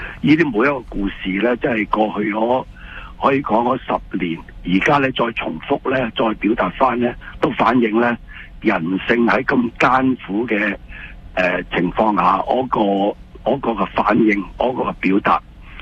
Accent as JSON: {"language": "Cantonese", "country": "Canada", "said": "可以講喺特朗普對我哋加拿大人嘅關税嗰個嘅襲擊"}